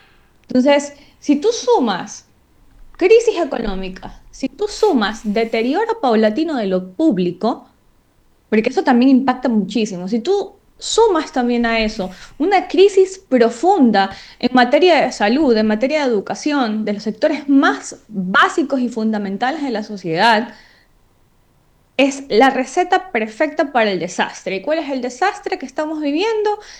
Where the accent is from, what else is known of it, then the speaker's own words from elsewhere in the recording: Ecuador; Yo como ecuatoriana